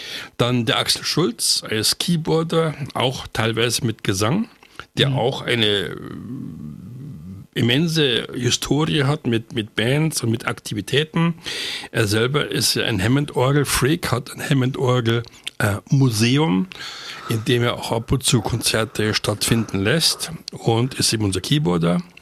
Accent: Bavaria, Germany; now in Greifswald, Germany; Ich komme aus Bayern.

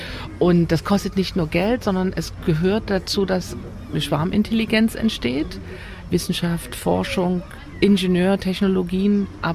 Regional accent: Dresden, Saxony, Germany; Und ich bin Dresdnerin. Und Dresden liegt an der Elbe.

